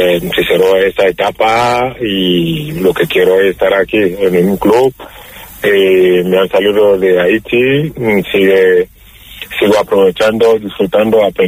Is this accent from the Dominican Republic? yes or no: no; Málaga, Andalusia, Spain; Dije, como malagueño y malaguista, sería un sueño volver a primera